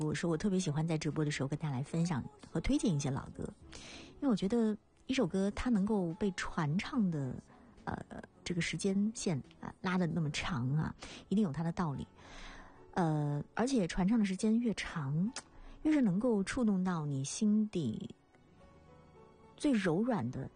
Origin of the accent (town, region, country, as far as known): China